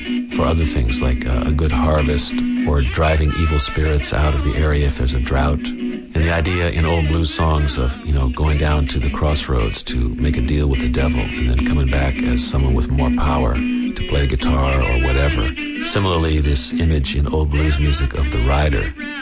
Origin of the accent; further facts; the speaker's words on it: United States; me as an American who grew up loving blues music